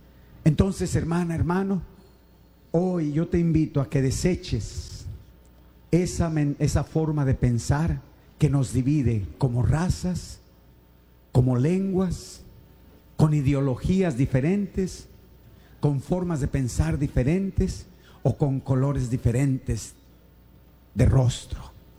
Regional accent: United States; born there; Sí, porque nací en América.

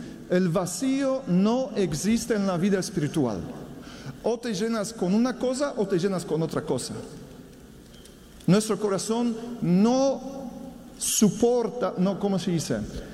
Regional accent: Poland; born there; first language Polish; Spanish is a second language; moved away; also born or lived in Italy; mi lengua nativa es polaco, nací en Polonia. Después viví muchos años en Italia y aquí vivo ya muchos años también. Pero español todavía estoy aprendiendo.

